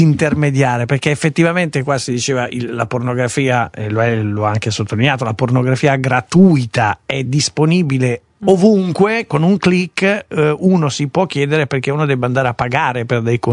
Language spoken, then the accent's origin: Italian; Milan, Lombardy, Italy; noi siamo milanesi